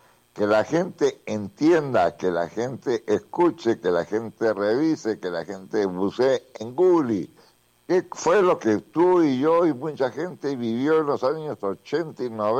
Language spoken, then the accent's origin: Spanish; Peru; como peruanos de bien.